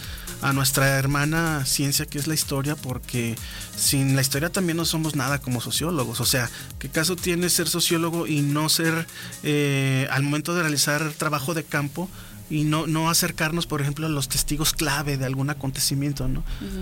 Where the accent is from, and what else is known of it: Mexico